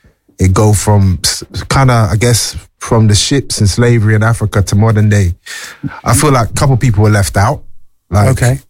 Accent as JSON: {"language": "English", "region": "London", "country": "United Kingdom", "said": "I'm from London, Northwest. Northwest Corridor."}